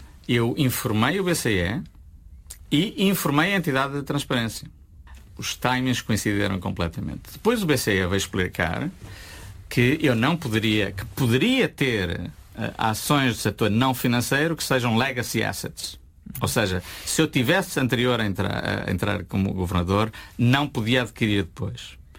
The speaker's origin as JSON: {"language": "Portuguese", "town": "Viseu", "region": "Centro", "country": "Portugal", "tie": "born there", "said": "Onde eu nasci e onde tenho grande parte da minha família."}